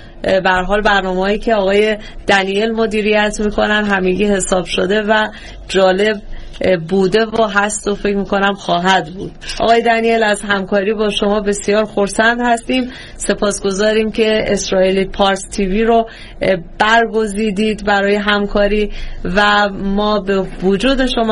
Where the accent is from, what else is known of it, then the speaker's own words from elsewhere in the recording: Iran; من که در ایران بعد از انقلاب بزرگ شدم.